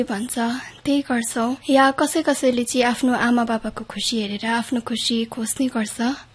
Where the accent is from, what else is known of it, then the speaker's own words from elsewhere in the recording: Gangtok, Sikkim, India; म लुइङ सिक्किम गान्तोक